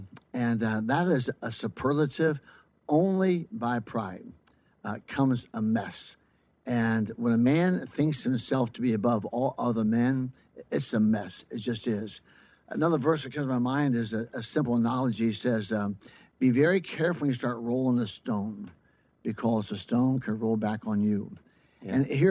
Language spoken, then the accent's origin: English; Midwest, United States; I'm from the Midwest, and so we have tornadoes, and we have tornado warnings.